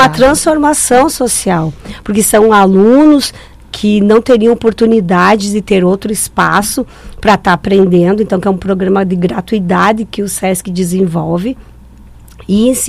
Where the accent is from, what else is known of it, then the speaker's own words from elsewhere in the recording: Rio Grande do Sul, Brazil; born there; moved away; eu venho do interior, lá do interior do Rio Grande do Sul